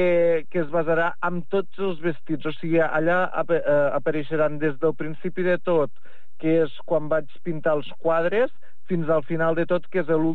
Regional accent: Mollerussa, Catalonia, Spain; Jo estic intentant impulsar aquesta moda des de l'Urgell, no sols perquè trobo que és el meu poble i jo tinc molta estima al meu poble i a la meva gent i a la meva terra d'aquí

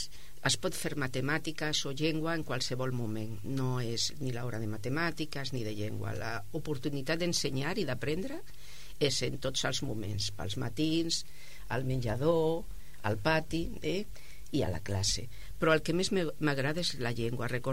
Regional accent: Castile and León, Spain; also born or lived in Ponferrada; now in Catalonia, Spain; vaig néixer l'any 1957 en una vall molt maca que està envoltada de muntanyes a la província de Lleó. És de la comarca del Bierzo. És molt verd i està plena de rius. I allà fa 66, farà ara 67 anys, al mes de desembre, que vaig néixer allà

